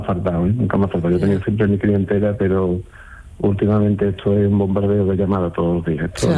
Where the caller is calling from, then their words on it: Tomares, Andalusia, Spain; ahora mismo estoy en Tomares. Estoy aquí en mi almacén, en mi oficina